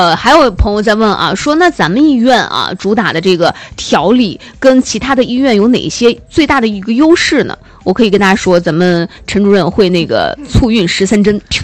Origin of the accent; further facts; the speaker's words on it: northern China, China; now in Hainan, China; 像我们三个人都是北方人